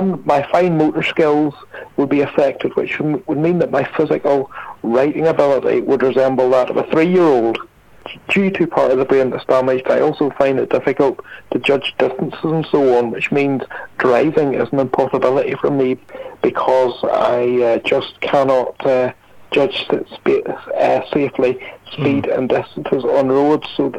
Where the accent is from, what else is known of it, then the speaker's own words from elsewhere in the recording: Ballymena, Northern Ireland, United Kingdom; in my home church, which is Victory Praise Community Church, which is in my hometown of Ballymena.